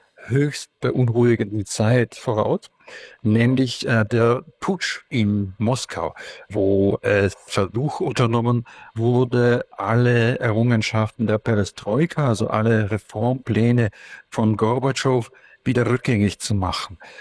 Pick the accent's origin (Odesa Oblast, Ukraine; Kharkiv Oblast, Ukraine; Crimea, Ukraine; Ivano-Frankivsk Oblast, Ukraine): Ivano-Frankivsk Oblast, Ukraine; Ivano-Frankivsk; German is a second language; Ich war in meiner Heimatstadt Ivano-Frankivsk im alten Stanislaw. Ich war Student